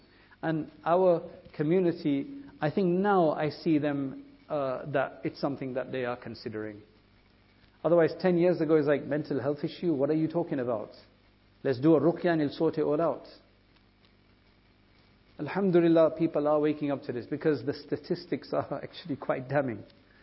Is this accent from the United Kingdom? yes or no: yes; United Kingdom; I've never felt non-British.